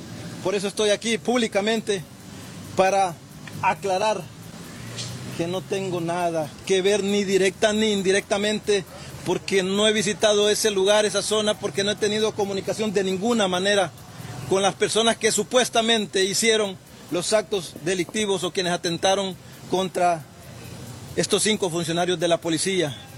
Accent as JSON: {"language": "Spanish", "town": "Tocoa", "region": "Colón", "country": "Honduras", "said": "soy un ciudadano de Tocoa, Colón."}